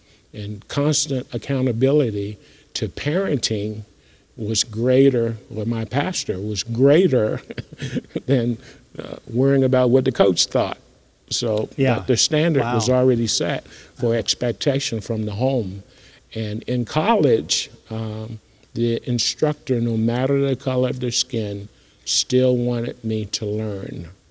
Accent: Roanoke Rapids, North Carolina, United States; I grew up in North Carolina.

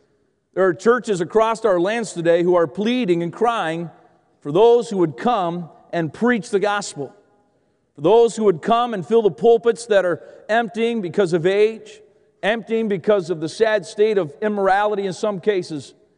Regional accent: Canada; moved away; I'm Canadian.

